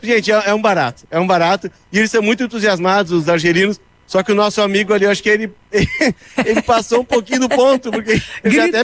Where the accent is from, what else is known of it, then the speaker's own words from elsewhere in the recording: Brazil; Nós temos uma característica, o Brasil, que é diferente